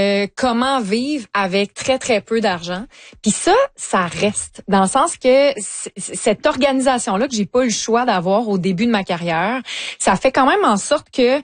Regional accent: Lévis, Quebec, Canada; Ben, moi, je viens de Lévis.

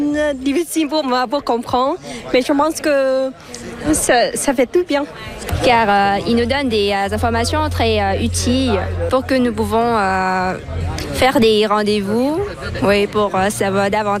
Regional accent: Vietnam; French is a second language; now in Trois-Rivières, Canada; Nous venons du Vietnam, tous les deux. Je pense que c'est une tellement nouvelle expérience ici.

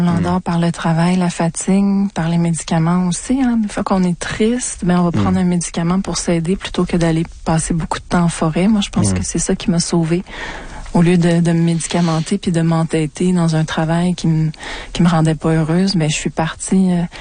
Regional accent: Montreal, Quebec, Canada; born there; moved away as an adult; also born or lived in Kamouraska; now in Estrie, Canada; moi, je suis une Montréalaise, donc je suis née ici.

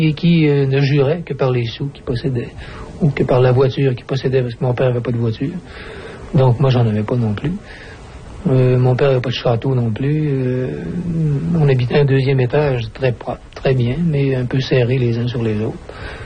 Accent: Quebec City, Quebec, Canada; je suis Québécois, à Québec, il y a des petites chapelles, il y a des petites gangs. Moi, j'étais un gars de la basse ville.

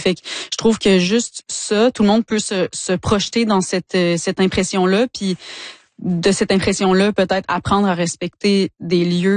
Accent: Quebec, Canada; Ouais, ma famille vient du bas du fleuve okay. aussi, mais ouais, j'ai grandi en Gaspésie.

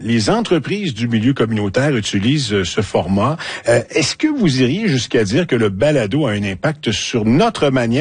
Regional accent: Quebec, Canada; chez nous, en Gaspésie

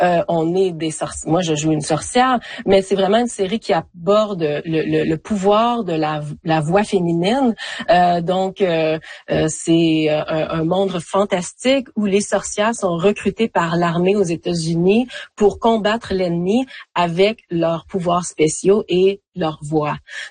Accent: Quebec, Canada; first language French; moi, j'ai grandi en Beauce, au Québec. Donc, mes parents parlent que français. Donc, c'est vraiment, l'anglais est arrivé plus tard dans ma vie.

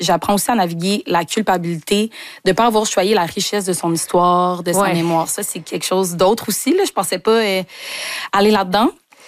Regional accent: Quebec, Canada; born there; Moi, je suis née ici, au Québec.

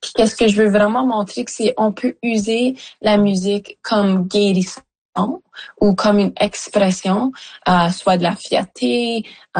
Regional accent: Sudbury, Ontario, Canada; je viens de Sudbury, comme tu dis, du nord-est de l'Ontario

